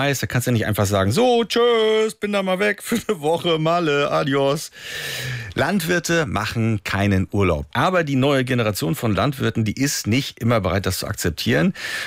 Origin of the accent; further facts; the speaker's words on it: East Germany, Germany; Und ich bin in der DDR groß geworden